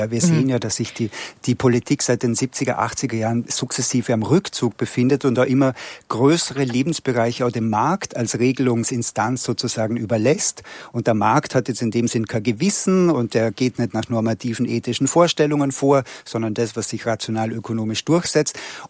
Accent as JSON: {"language": "German", "country": "Austria", "said": "ich bin ja aus Österreich"}